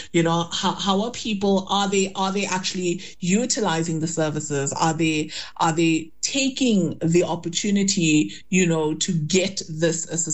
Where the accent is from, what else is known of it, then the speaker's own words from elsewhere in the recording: South Africa; as a South African, you know, we make so much shukr for the small mercies from Allah.